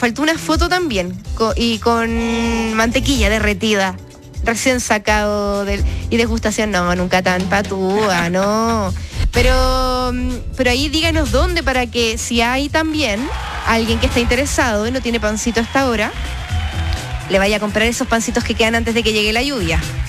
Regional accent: Uruguay; now in Rancagua, Chile; la uruguaya de Rancagua, ahí sí.

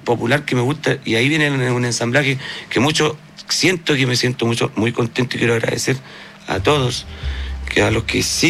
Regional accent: Yungay, Chile; Yo soy de Yungay, suena guasa.

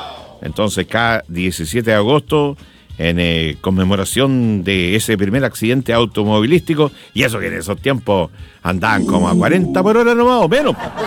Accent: Chile; Somos los chilenos y las chilenas. Buenos peatones, ¿qué dice el público?

